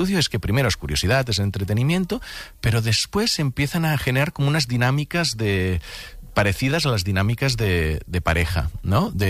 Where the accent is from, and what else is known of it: Catalonia, Spain